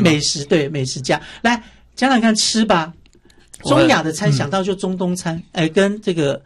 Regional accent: Taiwan; 听起来我们台湾人如果去那边，

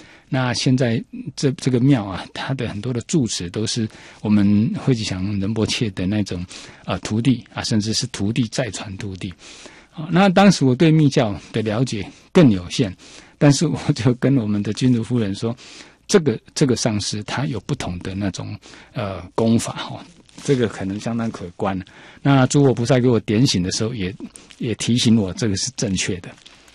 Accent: Taiwan; 我们台湾人

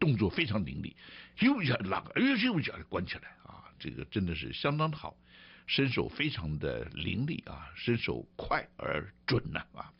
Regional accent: China; 您知道吗？我们中国人的这个筷子，它有它的历史，更有它的一个学问在的

